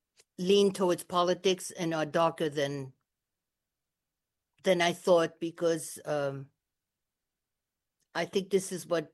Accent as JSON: {"language": "English", "country": "France", "first_language": "French", "second_language": "English", "moved": "yes", "lives_now": "United States", "said": "My first language was French. I spoke that with my parents after we came to the United States. So I'm still a French speaker, but I'm not a very good writer in French."}